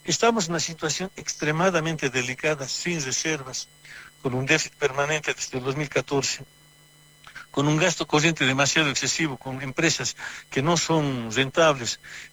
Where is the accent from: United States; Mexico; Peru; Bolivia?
Bolivia; Tarija; como boliviano, como tarijeño